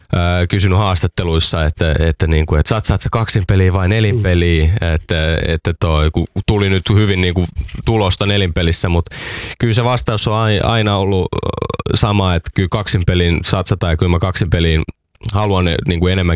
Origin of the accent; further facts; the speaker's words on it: Porvoo, Uusimaa, Finland; mä tuun Porvoosta, mä oon Porvoosta, niin kaikki on Helsingissä.